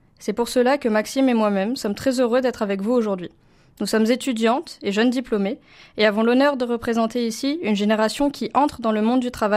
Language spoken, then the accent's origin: French; Guadeloupe; moved away as an adult; now in Montpellier, France; je viens de la Guadeloupe.